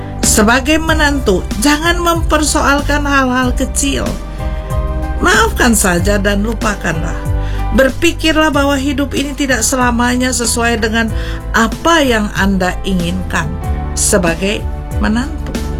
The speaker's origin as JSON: {"language": "Indonesian", "country": "Indonesia", "said": "Kami orang Indonesia, kami orang Asia"}